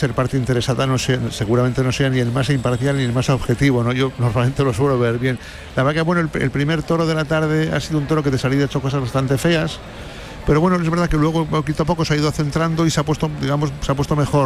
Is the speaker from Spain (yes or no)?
yes; San Sebastián, Basque Country, Spain; Yo no soy pamplónica ni navarro, pero casi, ¿no? Yo soy donostiarra, pero bueno, tengo la mitad de mi sangre es navarra y mi madre era de Pamplona, mi mujer es de Pamplona, mis hijos pues los hemos bautizado allí.